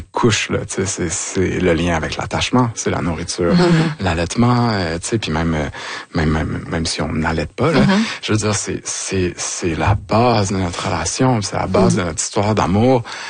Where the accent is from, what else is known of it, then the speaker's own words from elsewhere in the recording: Vaudreuil-Soulanges, Quebec, Canada; Et donc moi je suis retournée dans ma région natale, c'est-à-dire Vaudreuil-Soulanges